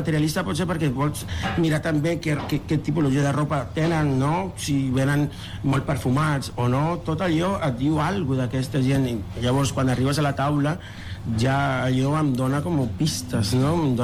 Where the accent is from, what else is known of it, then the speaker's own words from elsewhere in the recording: Mexico; Catalan is a second language; moved away as an adult; now in Barcelona, Spain; jo soc mexicà, visc aquí fa 12 anys